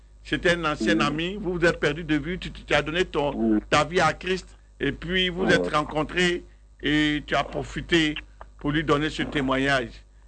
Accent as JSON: {"language": "French", "region": "Abidjan", "country": "Côte d’Ivoire", "tie": "born or raised there", "said": "c'est un quartier dans lequel aussi j'ai grandi, à la Rivera 2."}